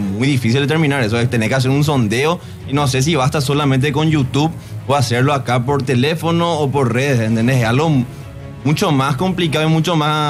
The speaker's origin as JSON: {"language": "Spanish", "town": "Pedro Juan Caballero", "region": "Amambay", "country": "Paraguay", "tie": "born or raised there", "said": "Uno, porque yo soy Pedro Juanino, yo nací en Pedro Juan Caballero."}